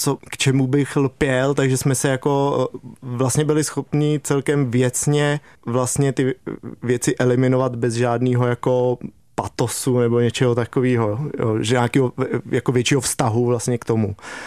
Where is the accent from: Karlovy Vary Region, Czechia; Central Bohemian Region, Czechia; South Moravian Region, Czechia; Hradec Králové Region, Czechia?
Central Bohemian Region, Czechia; Lysá nad Labem